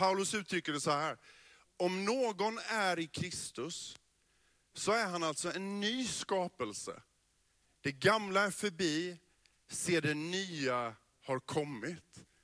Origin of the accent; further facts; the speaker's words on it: Bredaryd, Jönköping County, Sweden; born there; Och så får man veta att jag är född i Bredaryd.